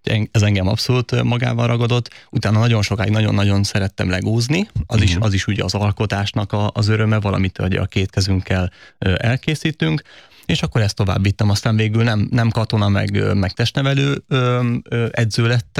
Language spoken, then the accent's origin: Hungarian; Budaörs, Pest, Hungary; Én speciál Budaörsön nőttem föl